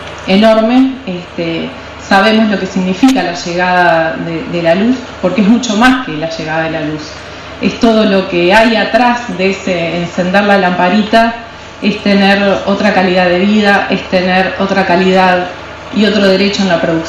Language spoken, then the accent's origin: Spanish; Uruguay; como uruguayos y como uruguayas lo tenemos instaurado